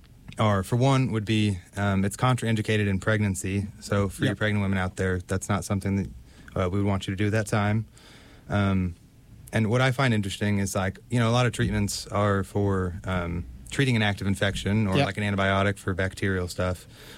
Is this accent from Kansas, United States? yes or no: yes; Kansas, United States; moved away as an adult; now in Virginia, United States; I'm from Kansas, went to the University of Missouri, played sports in college.